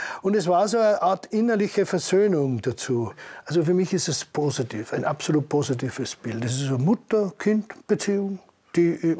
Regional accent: Nebelberg, Upper Austria, Austria; Das ist eigentlich mein Heimatort. Das heißt, wir haben ja in Österreich, das war ja eine kleine Gemeinde Nebelberg und Kohlerschlag war unsere Pfarrgemeinde.

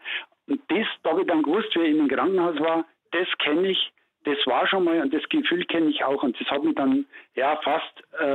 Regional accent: Ohlstadt, Bavaria, Germany; Das früheste, ich denke, da war ich ein halbes Jahr alt. Da war ich in der Kinderklinik bei uns in Ohlstadt.

